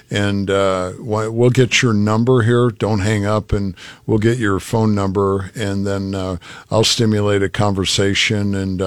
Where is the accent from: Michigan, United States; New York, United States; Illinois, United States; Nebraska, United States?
Nebraska, United States; Columbus; My hometown is Columbus, so there's a Highway 81 goes through Columbus as an example.